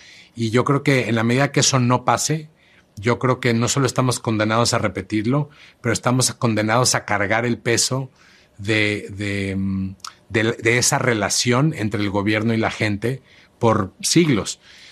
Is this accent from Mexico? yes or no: yes; Mexico; yo creo que estas cosas son una realidad en mi país, pero al mismo tiempo también con esta serie le muestro a mis hijos el México que podría llegar a ser